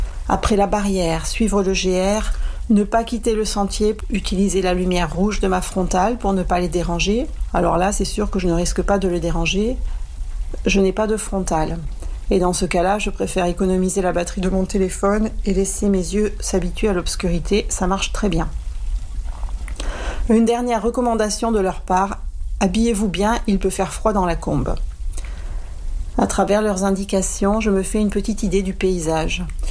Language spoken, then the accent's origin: French; Loriol-sur-Drôme, Auvergne-Rhône-Alpes, France; now in Belgium; Moi, j'ai grandi à Loriol.